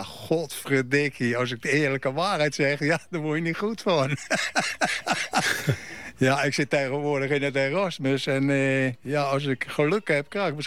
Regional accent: Westland, South Holland, Netherlands; Ja, echte Westlander.

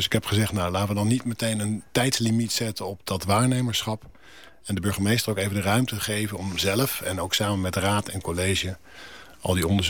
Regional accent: South Holland, Netherlands; Ik ben geboren in Zuid-Holland. Ik ben hier opgegroeid. Ik ben hier burgemeester geweest. Mijn kinderen zijn hier geboren.

